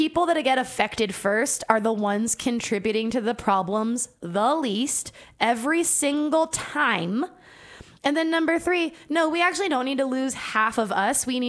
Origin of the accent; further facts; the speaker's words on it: Santa Fe, New Mexico, United States; in my hometown